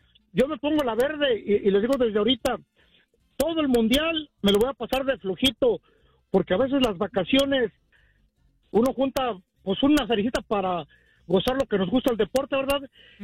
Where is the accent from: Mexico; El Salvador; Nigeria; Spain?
Mexico; Yo soy más mexicano que los de las Chivas.